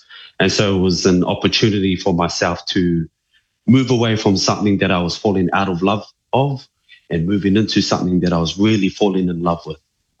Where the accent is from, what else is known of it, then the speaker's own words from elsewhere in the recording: New Zealand; also born or lived in Tokoroa / South Auckland; now in Auckland, New Zealand; I am a proud New Zealand-born Cook Island Welsh descendant. I grew up in Tokoroa and South Auckland.